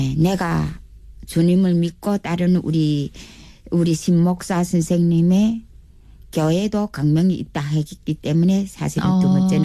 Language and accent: Korean; North Korea; 나는 북한 사람이고 내가 친구입니다.